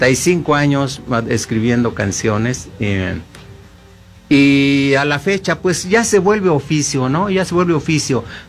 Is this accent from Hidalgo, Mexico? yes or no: yes; Huichapan, Hidalgo, Mexico; moved away; me estoy acordando de mis paisanos que seguramente me están escuchando ahí en mi pueblito Tlaxcalilla, en Huichapan y en todos los municipios del estado de Hidalgo